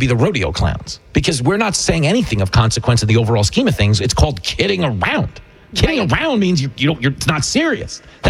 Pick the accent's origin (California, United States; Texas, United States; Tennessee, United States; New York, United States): New York, United States; because we're from New York, so we know the difference.